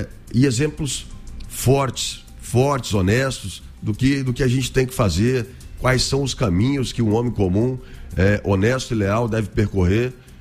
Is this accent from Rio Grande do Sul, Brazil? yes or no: no; Rondônia, Brazil; Eu sou nascido em 1983 e chego em Rondônia em 1984.